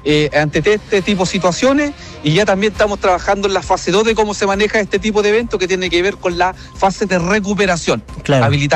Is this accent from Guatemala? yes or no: no; Chile; yo se lo digo, ya no como alcalde, como vecino, como chileno común y corriente